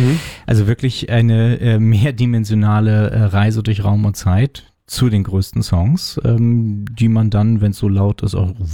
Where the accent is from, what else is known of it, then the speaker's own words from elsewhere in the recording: Berlin, Germany; Aber auf jeden Fall, naja, so als Berliner, als Köpenicker.